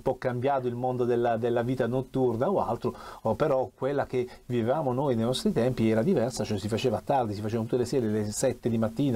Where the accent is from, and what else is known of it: Taranto, Apulia, Italy